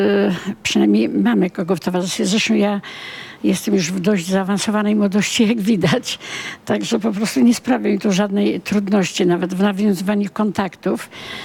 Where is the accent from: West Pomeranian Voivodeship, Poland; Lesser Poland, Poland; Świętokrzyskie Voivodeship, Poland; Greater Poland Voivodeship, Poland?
Świętokrzyskie Voivodeship, Poland; Busko-Zdrój; Ja tu jestem urodzona w Busku.